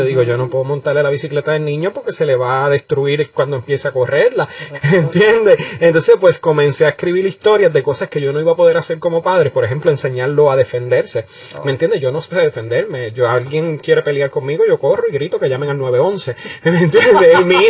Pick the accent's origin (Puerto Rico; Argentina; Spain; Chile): Puerto Rico; yo vengo a hacer comedia muchos años en Puerto Rico, uh-huh, antes de poder tener una carrera fuera de la isla.